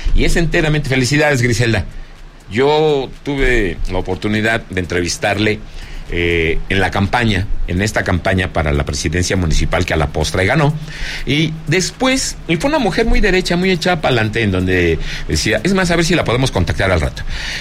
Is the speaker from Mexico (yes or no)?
yes; Zacatecas, Mexico; que por primera vez en la historia de mi tierra, Zacatecas, me están diciendo que hago la Alta Palmira